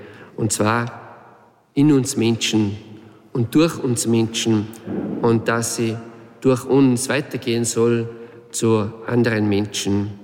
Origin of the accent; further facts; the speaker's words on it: Austria; Eines, das mich sehr beeindruckt hat, ist in meiner Heimatgemeinde Raures in der Michaelskapelle.